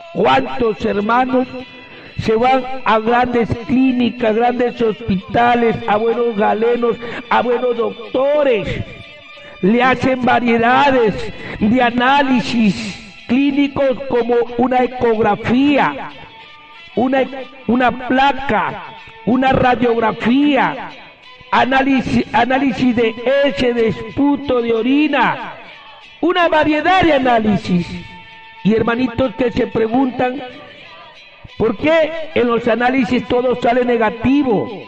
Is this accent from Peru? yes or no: yes; Huancabamba, Piura, Peru; cuántas comadritas que nosotros conocemos que son buenos curanderos en mi tierra querida Huancabamba?